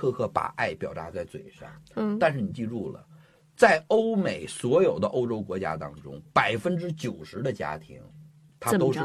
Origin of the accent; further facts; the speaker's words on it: China; 那我中国人就是这样。